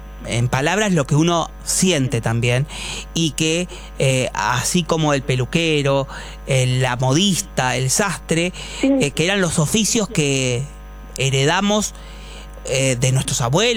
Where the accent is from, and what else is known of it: Argentina